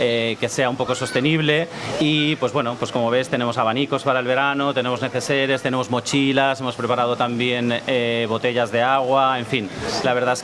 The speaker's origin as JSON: {"language": "Spanish", "region": "Valencian Community", "country": "Spain", "moved": "yes", "lives_now": "Murcia, Spain", "said": "Yo no soy murciano, soy valenciano"}